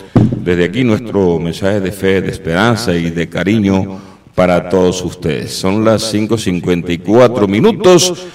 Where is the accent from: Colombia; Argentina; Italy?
Colombia; somos ciudadanos colombianos que nos interesa el futuro de la patria.